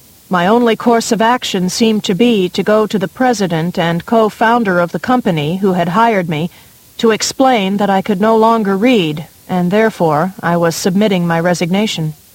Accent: Mullins, South Carolina, United States; but would enter public school in my hometown of Mullins for my junior and senior years.

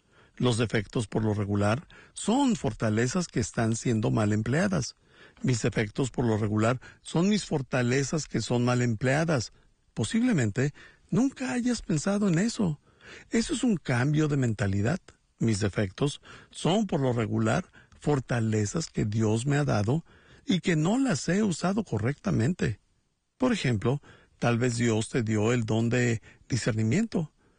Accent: Bolivia; soy de Bolivia.

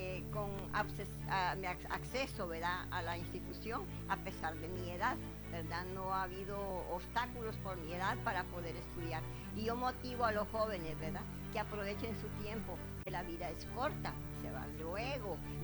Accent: Santa Rosa de Copán, Copán, Honduras; soy de Santa Rosa de Copán, tengo 76 años para la gloria de Dios.

